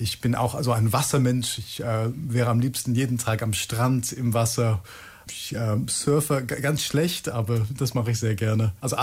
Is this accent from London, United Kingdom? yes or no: no; South West England, United Kingdom; Und das ist auch eine sehr schöne Gegend, wo ich herkomme, im Süden, im Südwesten, da in der Nähe von Exeter.